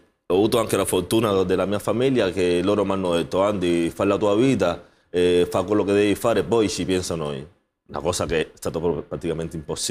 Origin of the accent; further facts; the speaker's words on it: Cuba; now in Italy; gli italiani, i cubani siamo molto simili caratterialmente